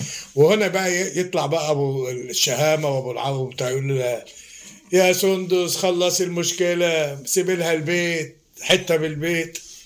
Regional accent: Egypt; لان احنا عندنا في مصر 16,000 موقع في المحافظات لمسرح الطفل.

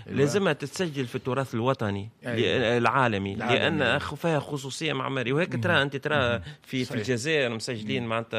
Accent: Tunisia; العراقيل العادية كأي شاب تونسي في تونس كاملة

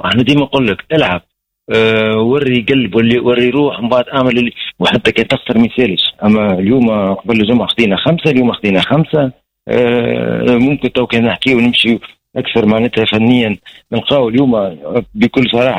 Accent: Tunisia; ممكن حتى كتونسي يحس على بلاده، كتونسي يحس على درابو

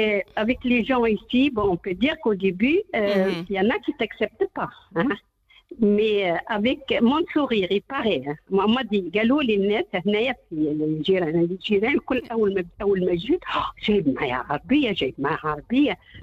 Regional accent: Gafsa, Gafsa Governorate, Tunisia; now in Montreal, Canada; قفصة بلادي أرض جدادي

